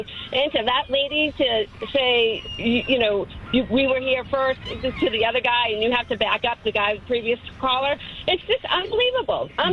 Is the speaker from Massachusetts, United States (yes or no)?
yes; Minot, Massachusetts, United States; now in Green Harbor, United States; when I go to my beach here in Green Harbor, but we went to my family beach that I grew up on in Minot